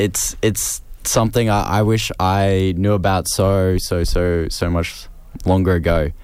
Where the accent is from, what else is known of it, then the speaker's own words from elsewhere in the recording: Ipswich, Queensland, Australia; just like the suburbs in general, because I'm from Ipswich